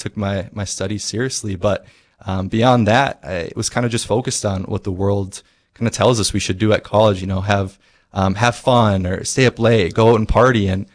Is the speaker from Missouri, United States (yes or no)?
no; Fargo, North Dakota, United States; also born or lived in Minneapolis, Minnesota; I'm right here from Fargo, North Dakota. Went to Catholic school through the JP2 network, went to Nativity Elementary and Shanley High School, and I just graduated from the University of Minnesota, Twin Cities in Minneapolis, in May.